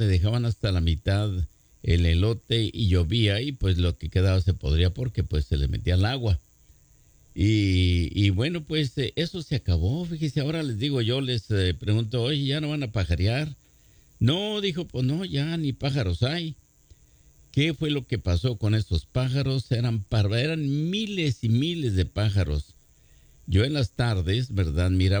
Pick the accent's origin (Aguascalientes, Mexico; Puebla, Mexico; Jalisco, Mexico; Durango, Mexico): Durango, Mexico; en Durango, ¿verdad? Mi tierra preciosa.